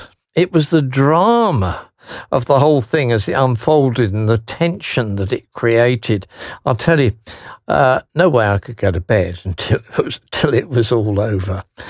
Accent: England, United Kingdom; I'm an Englishman

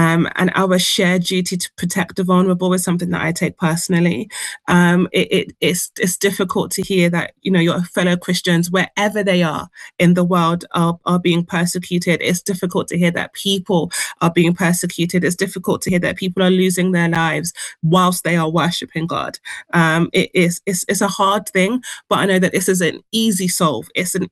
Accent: South East, Nigeria; I am of Nigerian heritage. My parents came to this country when they were just 20 years old, with my older brother and sister in tow. And I'm from the southeast region of Nigeria. I'm Igbo.

